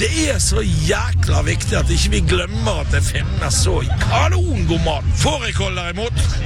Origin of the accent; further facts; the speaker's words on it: Bergen, Vestland, Norway; moved away as an adult; now in Oslo, Norway; Jeg er fra Loddefjord. Eller Fjoddefjord, som de kalte det tidligere på 70-tallet.